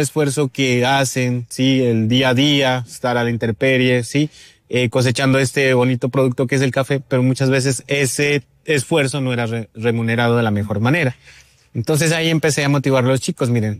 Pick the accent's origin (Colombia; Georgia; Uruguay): Colombia; El Tablón de Gómez, Nariño; also born or lived in Pasto; Soy del municipio del Tablón de Gómez.